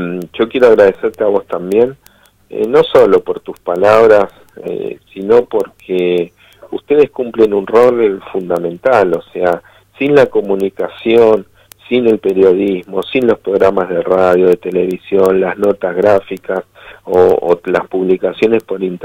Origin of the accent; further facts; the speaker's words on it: Argentina; lo que sentimos como argentinos cuando juega la selección